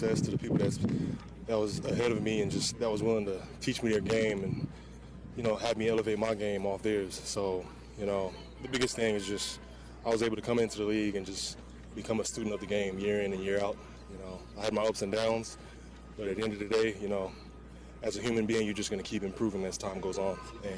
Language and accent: English; Houston, Texas, United States; You know, my hometown is in Houston. I grew up in Houston. So playing for the city of Houston and being able to do that, it would be a dream come true.